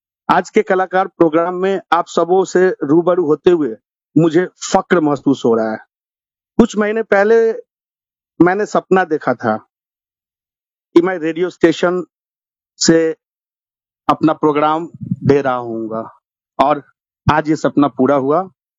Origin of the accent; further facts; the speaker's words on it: Patna, Bihar, India; पटना बिहार से हूँ।